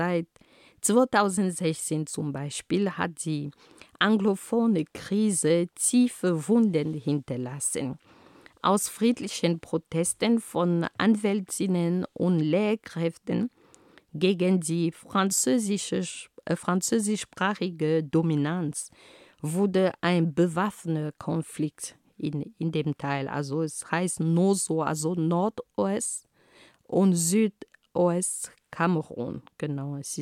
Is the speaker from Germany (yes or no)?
no; Cameroon; first language Romala; German is a second language; In meiner Heimat Kamerun reißt dieser Baum Pfeking oder Pfeking, je nach Region oder Sprache. Also meine Muttersprache lautet Romala.